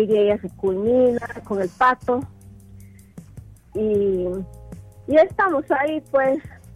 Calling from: Yacucatina, San Martín, Peru; Llamo de Yacucatina

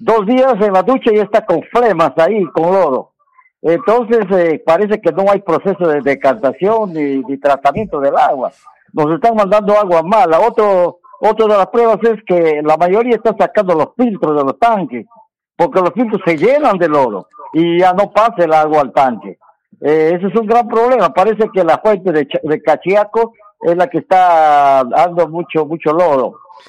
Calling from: Tarapoto, San Martín, Peru; Yo vivo en Partido Alto.

